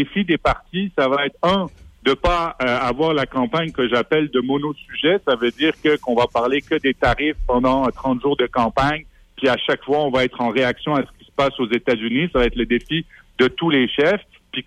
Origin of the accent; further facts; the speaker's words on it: Sherbrooke, Quebec, Canada; Parce que, écoute, moi, je viens de Sherbrooke. Là, j'habite Sherbrooke.